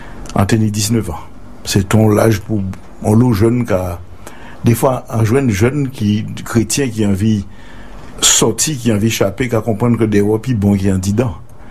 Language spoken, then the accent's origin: French; Basse-Terre, Guadeloupe; also born or lived in Saint-Claude; moi, je suis un Guadeloupéen, moi, je suis né à Bastère. Enfin, moi, à l'époque, moi, je suis né à Fête Saint-Claude. C'est-à-dire que la famille, moi, c'est mon Bastère.